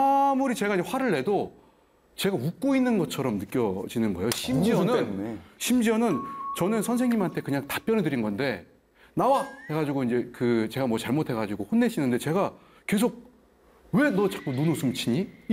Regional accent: Seoul, South Korea; born there; 저는 태어나기로는 서울에 태어났는데 저도 뭐 충청의 피가 흐르고 있죠.

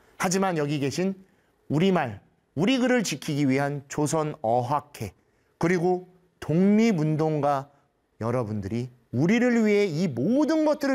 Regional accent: South Korea; moved away as an adult; also born or lived in Japan

